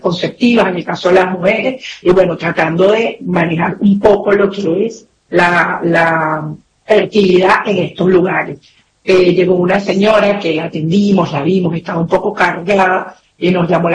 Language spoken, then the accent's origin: Spanish; Venezuela; Es increíble la solidaridad que ha tenido San mi pueblo, porque yo soy venezolana